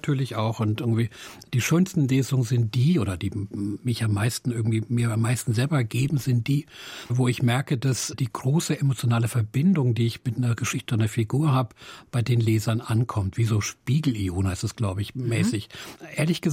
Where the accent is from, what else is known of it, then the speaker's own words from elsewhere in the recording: Hesse, Germany; also born or lived in Frankfurt; now in Berlin, Germany; ich komme ja aus der Nähe von Gießen, aus einem kleinen Dorf.